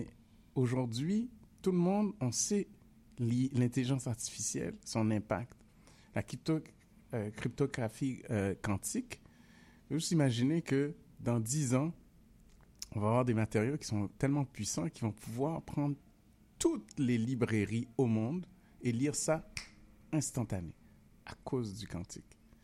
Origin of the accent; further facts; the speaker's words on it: Haiti; born there; Parce qu'imaginez, moi, je suis né en Haïti.